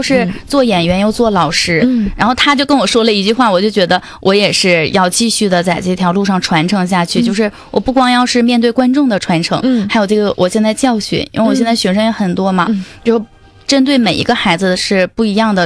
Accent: Northeast China, China; 因为我们就是东北这边的学生

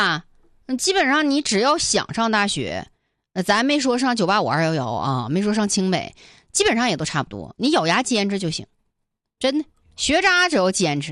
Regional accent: Northeast China, China; accent: Northeastern dialect; 跟我们东北话说就是图啥呀

